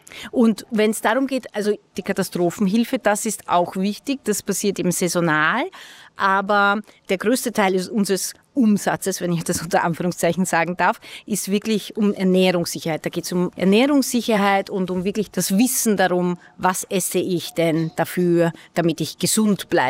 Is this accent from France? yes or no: no; Hungary; Also ich bin ursprünglich Ungarin, ich habe miterlebt, wie das früher hinter dem Eisernen Vorhang war.